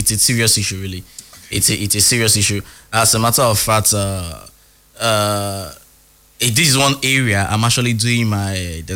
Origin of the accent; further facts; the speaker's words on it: Rivers, Nigeria; I'm from River State, and I'm proud. I'm coming from River State